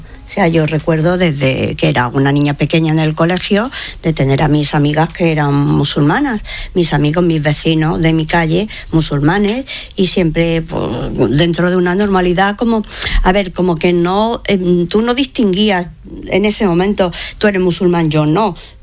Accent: Melilla, Spain; soy melillense antes que periodista

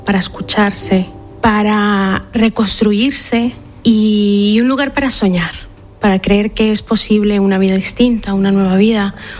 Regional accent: Colombia; Bueno, siempre vengo de Colombia, entonces mi madre enfermera y crecí

